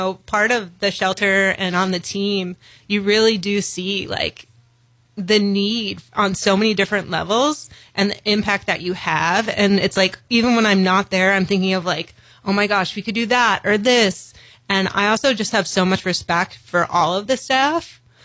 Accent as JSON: {"language": "English", "region": "Illinois", "country": "United States", "tie": "born or raised there", "moved": "as an adult", "lives_now": "Palm Coast, United States", "said": "Growing up, I grew up in Illinois, and I spent a lot of time in the forest"}